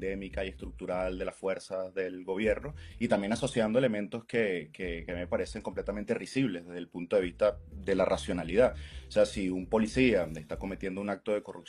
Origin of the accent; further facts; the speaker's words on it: Venezuela; Como venezolanos nunca habíamos experimentado una situación de este tipo